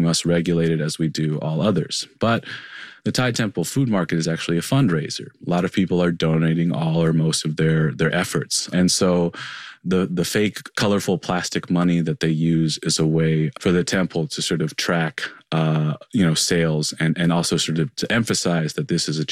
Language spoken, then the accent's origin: English; Taiwan; I'm from Taiwan and we're Buddhist as well, but we're not like always at the temple.